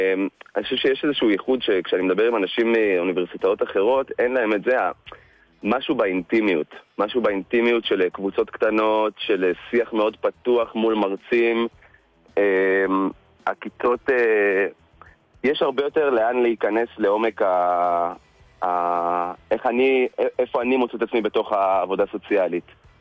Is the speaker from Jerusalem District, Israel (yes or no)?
yes; Beit Shemesh, Jerusalem District, Israel; now in Kfar Szold, Israel; במקור, גדלתי בבית שמש, עכשיו אני גר בכפר סולד.